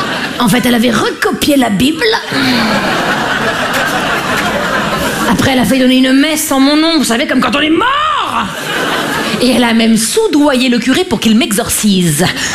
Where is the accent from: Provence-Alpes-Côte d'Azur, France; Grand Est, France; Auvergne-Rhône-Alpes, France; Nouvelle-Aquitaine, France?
Grand Est, France; accent: Vosges; C'est rien, c'est mon accent vosgien qui remonte parfois.